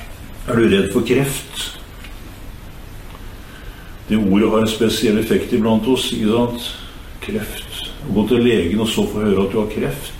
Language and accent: Norwegian; Kragerø, Telemark, Norway; der jeg kommer fra, Sandral Kragerø.